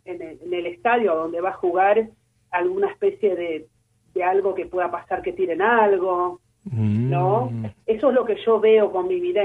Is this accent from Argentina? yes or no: yes; Argentina; also born or lived in Brazil; now in Buenos Aires, Argentina; Por eso yo vivo en el monte, yo tengo mi casa en Caballito, yo soy más brasileña que argentina, estoy siempre en Brasil